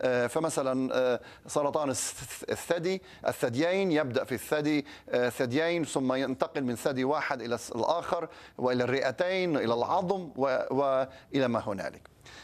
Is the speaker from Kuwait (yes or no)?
no; Lebanon; وأنا يعني أدرك جيدا كلبناني